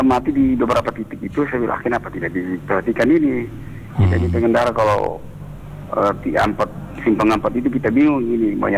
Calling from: Pinrang, South Sulawesi, Indonesia; saya walaupun saya orang Pindah tapi sering turun ke Polman

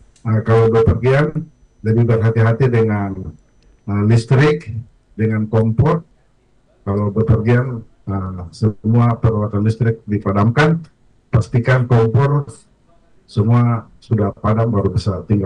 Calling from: Jayapura, Papua, Indonesia; kami di Limba Mandiri ini, kebetulan kami di sini 90% kami warga Papua.

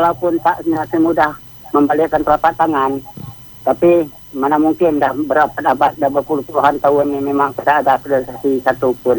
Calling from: West Kalimantan, Indonesia; Di Tunggulu ini hanya dusun kami yang belum ada PLN, penerangan nih.

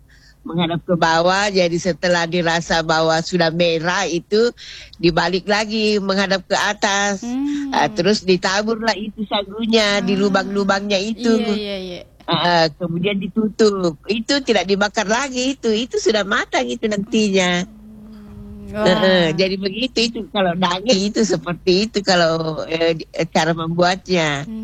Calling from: Palopo, South Sulawesi, Indonesia; Daerah asal saya itu kan juga dari Palopo itu, Mori.

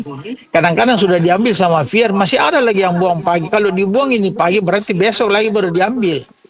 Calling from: Makassar, South Sulawesi, Indonesia

